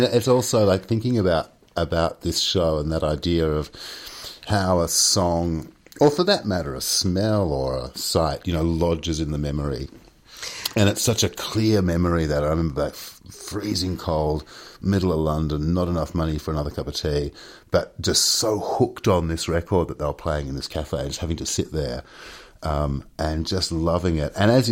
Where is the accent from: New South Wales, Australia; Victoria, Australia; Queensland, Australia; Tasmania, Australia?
Victoria, Australia; Melbourne; I'm from Melbourne. I was born in the Lilydale Bush Nursing Hospital. Lilydale now, of course, very much a suburb of Melbourne.